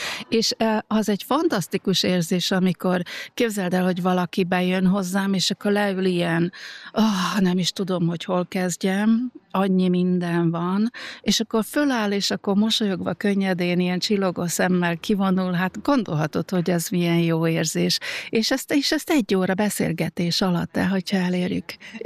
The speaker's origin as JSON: {"language": "Hungarian", "country": "Slovakia", "tie": "born or raised there", "lives_now": "Austria", "said": "hát ott is én kétnyelvűként nőttem fel Felvidéken, hát anyanyelvi szinten beszéltük a szlovákot, annak ellenére, hogy magyar iskolába jártam."}